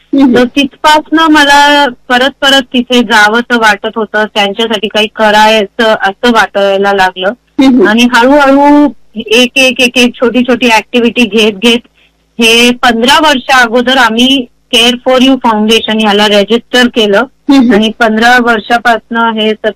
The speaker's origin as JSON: {"language": "Marathi", "town": "Ahmednagar", "region": "Maharashtra", "country": "India", "tie": "born or raised there", "moved": "yes", "said": "Actually मी नगरची आहे, मूळची माहेर, माझं तारडा नगरचं आहे."}